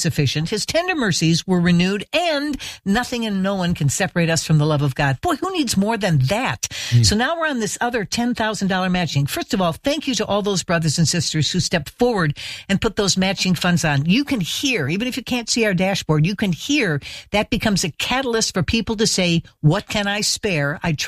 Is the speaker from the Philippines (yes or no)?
no; Midwest, United States; born or raised there; now in US East Coast